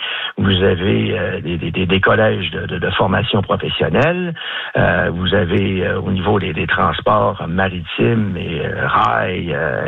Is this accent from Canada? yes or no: yes; New Richmond, Quebec, Canada; Écoutez, moi, j'ai grandi à New Richmond face à Belzune.